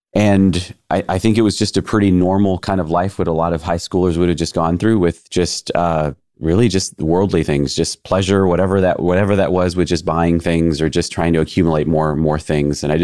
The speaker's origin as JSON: {"language": "English", "town": "Austin", "region": "Texas", "country": "United States", "said": "I'm from Austin, and here's my story."}